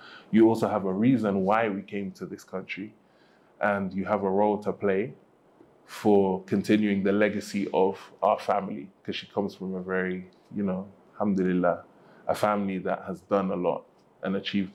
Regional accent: London, United Kingdom; growing up in London. And I grew up in an area in London where, well, all the areas in London I feel are mixed. So it's like the area that I grew up in, Camden Town, Kentish Town

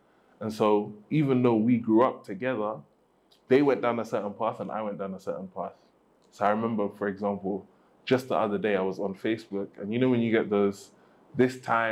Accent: London, United Kingdom; moved away as an adult; growing up in London itself is like a crazy experience. It's something that I think about now because I don't live in London anymore.

